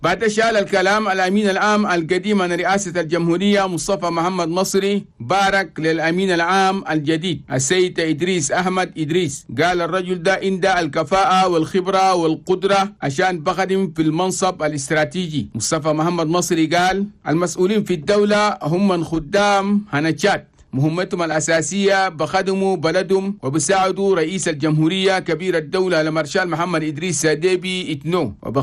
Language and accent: Arabic; Chad; من أجل العمل الحكومي وخدمة المصلحة العامة عن بلدنا تشاد.